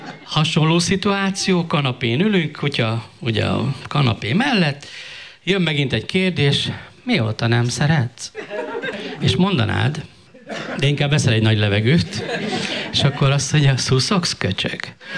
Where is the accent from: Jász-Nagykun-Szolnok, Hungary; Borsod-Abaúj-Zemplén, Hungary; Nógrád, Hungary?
Borsod-Abaúj-Zemplén, Hungary; Miskolc; ő újpesti, én meg miskolci vagyok